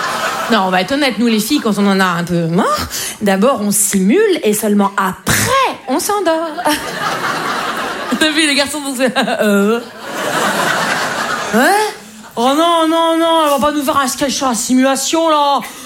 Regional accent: Liffol-le-Grand, Grand Est, France; Je viens des Vosges. Les Vosges, vous voyez? Les Vosges, vous voyez? C'est en France, hein, vous voyez? C'est juste avant l'Ukraine, vous voyez? C'est dans l'Est, en Lorraine. Et moi, je viens de Liffol-le-Grand, vous voyez?

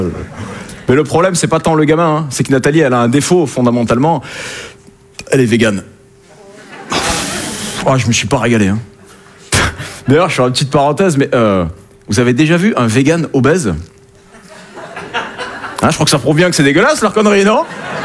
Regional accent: Southern France, France; Hein, je viens du sud de la France.

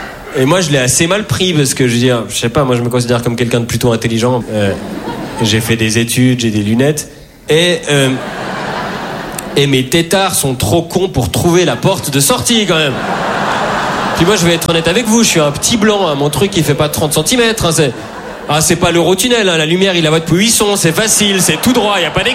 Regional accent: Switzerland; C'est pas parce que je suis suisse que je peux pas avoir froid, quoi.

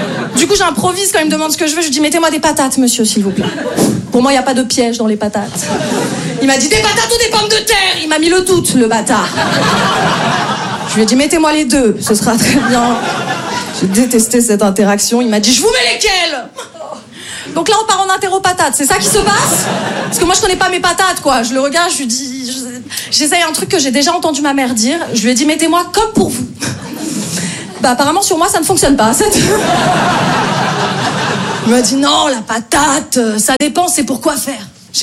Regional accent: Paris, Île-de-France, France

